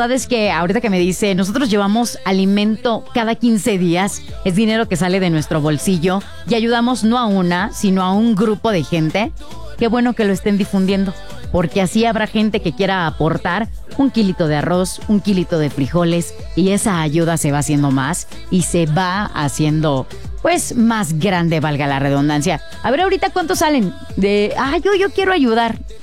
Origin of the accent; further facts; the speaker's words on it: San Agustín Tlaxiaca, Hidalgo, Mexico; independientes y ajenos a cualquier tipo de partidos y además somos de San Agustín Tlaxiaca.